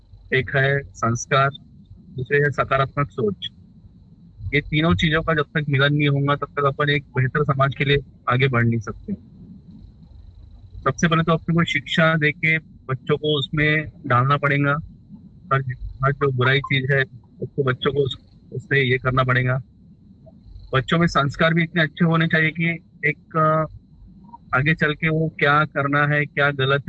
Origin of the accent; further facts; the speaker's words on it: Chandrapur, Maharashtra, India; मैं बेसिकली चंद्रपुर महाराष्ट्र से हूँ और यहाँ चंद्रपुर में अभी 15-16 सालों से वकीली का व्यवसाय कर रहा हूँ।